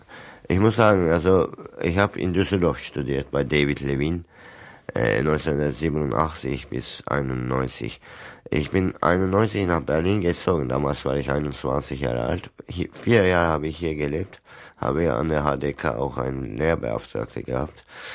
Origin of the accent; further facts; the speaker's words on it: Turkey; now in Germany; für mich als ein Ausländer oder überhaupt als Türke schwierig